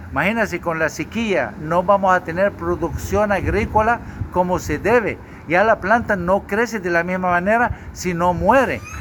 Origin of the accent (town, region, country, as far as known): Honduras